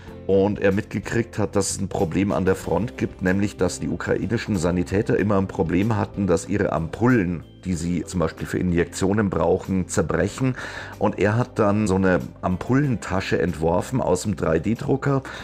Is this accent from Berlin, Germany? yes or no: no; Bavaria, Germany; Das ist einfach so, ja, bei uns in Bayern sagt man, das ist einfach ein gestandenes Mannsbild